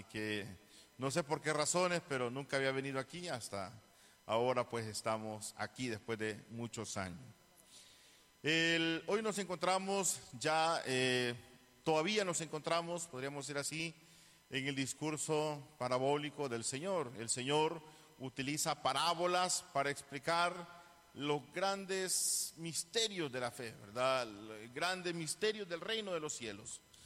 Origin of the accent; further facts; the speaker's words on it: Conchagua, La Unión, El Salvador; now in Santiago de María, El Salvador; yo soy originario de Conchagua, ¿verdad? Del distrito de Conchagua. Somos del mismo departamento